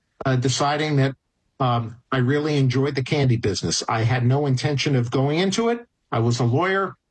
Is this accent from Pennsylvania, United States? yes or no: yes; Allentown, Pennsylvania, United States; I'm from Allentown, Pennsylvania.